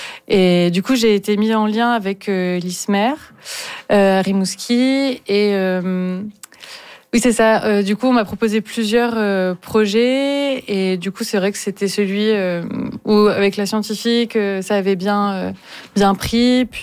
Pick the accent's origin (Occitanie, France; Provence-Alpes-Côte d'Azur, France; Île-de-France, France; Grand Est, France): Occitanie, France; Toulouse; Oui, je suis française.